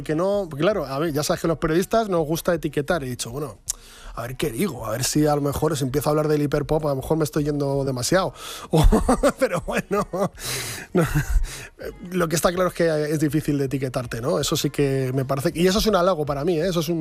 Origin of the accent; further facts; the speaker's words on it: Buenos Aires, Argentina; born there; soy pseudo argentino y tal. Pero lo cierto es que nací en Buenos Aires